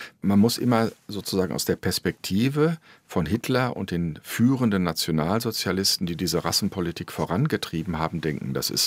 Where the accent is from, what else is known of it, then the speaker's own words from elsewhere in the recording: North Rhine-Westphalia, Germany; Ich bin eben da im Hochsauerland groß geworden